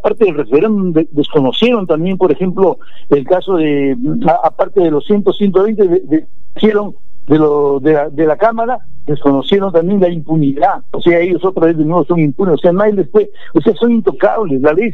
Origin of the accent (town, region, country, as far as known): Tacna, Peru